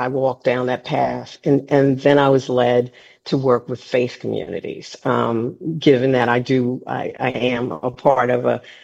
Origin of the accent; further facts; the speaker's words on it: East Orange, New Jersey, United States; I'm from East Orange, New Jersey. So, you know, I've been around this stuff a long time.